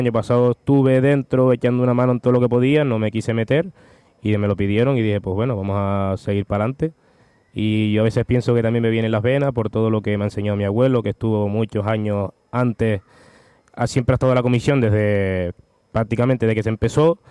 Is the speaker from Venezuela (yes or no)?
no; Garachico, Canary Islands, Spain; No, yo de aquí no me salgo. Mi pueblo, mi garachico querido, salir de aquí para mí es muy difícil.